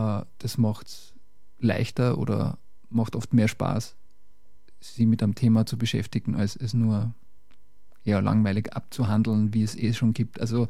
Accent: Lower Austria, Austria; accent: Mostviertel dialect; now in Vienna, Austria; Also in Wien rede ich manchmal schon schöner, aber ich komme aus dem Mostviertel und den Dialekt bringe mit sozusagen.

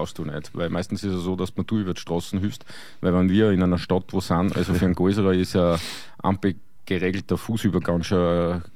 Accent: Salzkammergut, Austria; Also für diese Podcast-Live-Aufzeichnung aus meiner Heimat im Salzkammergut gibt es 2x2 Freikarten zu gewinnen.

